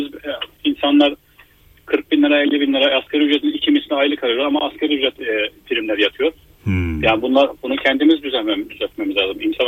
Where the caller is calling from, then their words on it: Austria; Avusturya'dan arıyorum.